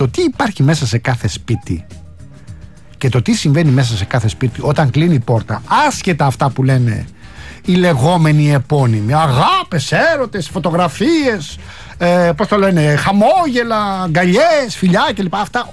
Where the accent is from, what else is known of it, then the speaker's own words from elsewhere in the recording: Rafina, Attica, Greece; στη πατρίδα μου, στη Ραφίνα